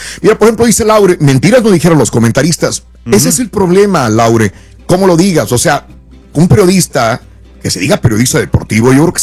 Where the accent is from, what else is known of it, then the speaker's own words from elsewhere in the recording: Mexico; yo soy mexicano